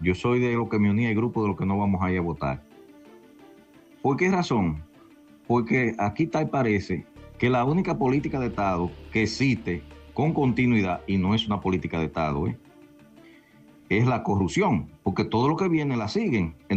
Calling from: Dominican Republic

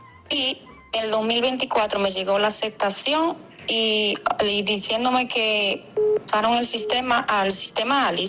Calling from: Moca, Espaillat, Dominican Republic

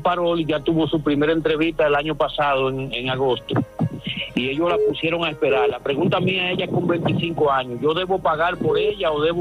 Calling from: San José de las Matas, Santiago, Dominican Republic; Lo llamo de San José de las Matas

